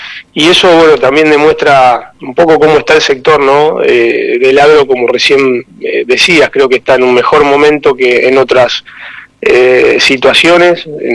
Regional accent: Santa Fe, Argentina; nos gusta decir un poco a los santafesinos

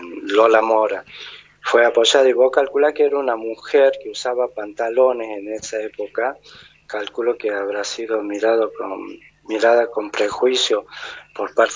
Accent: Argentina; Como los argentinos no respetamos la historia, lo único que quedó original de la casa histórica el Salón de la Jura

